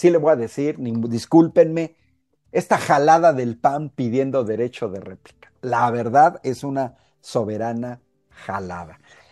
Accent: Querétaro, Mexico; los que somos acá de Querétaro

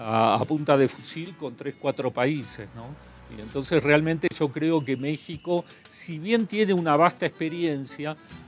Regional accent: Argentina; me considero muy argentino

